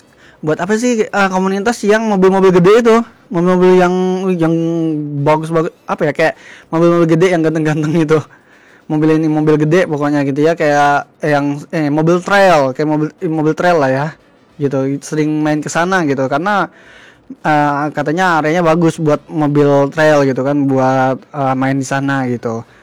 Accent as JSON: {"language": "Indonesian", "region": "Kalimantan", "country": "Indonesia", "said": "Namanya juga kita warga Kalimantan kan"}